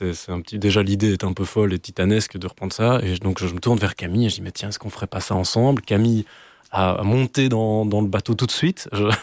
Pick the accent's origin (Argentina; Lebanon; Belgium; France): Belgium; Dinant, Wallonia; je suis originaire de Dinan et que c'est un territoire qui me tient fort à cœur